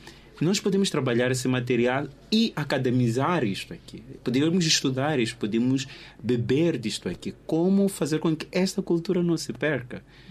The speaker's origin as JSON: {"language": "Portuguese", "region": "Maputo City", "country": "Mozambique", "said": "Por exemplo, eu venho de Machacane Day. Eu venho de Machacane e tenho muitos colegas que vêm de Machacane."}